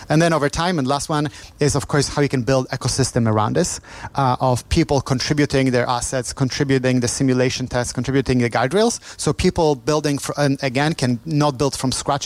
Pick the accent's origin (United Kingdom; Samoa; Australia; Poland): Poland